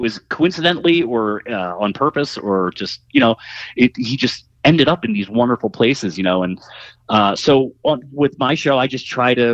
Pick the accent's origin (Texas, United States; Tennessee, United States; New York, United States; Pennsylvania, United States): Pennsylvania, United States; Philadelphia; I grew up in Overbrook. I grew up in West Philly, I took the L down to the Spectrum